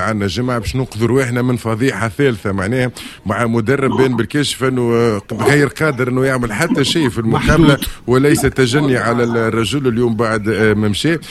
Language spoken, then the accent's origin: Arabic; Tunisia